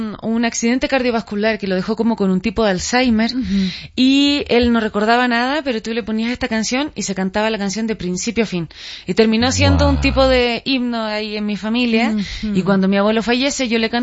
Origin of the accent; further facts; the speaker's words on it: Punta Arenas, Magallanes, Chile; Yo soy de Punta Arenas, que es la Patagonia chilena, que es como lo último que hay en Chile